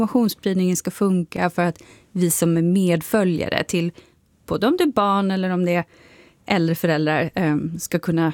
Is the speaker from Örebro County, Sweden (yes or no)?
no; Torsåker, Gävleborg County, Sweden; now in Uppsala, Sweden; det utrymmet fanns inte alls där jag kom ifrån, Torsåker och Hofors kommun. För där har ju Socialdemokraterna och Vänsterpartiet haft majoritet sedan demokratin.